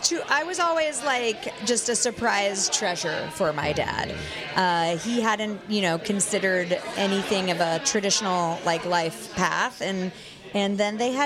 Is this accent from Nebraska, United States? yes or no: no; California, United States; Okay, so my family is French, but I'm Californian too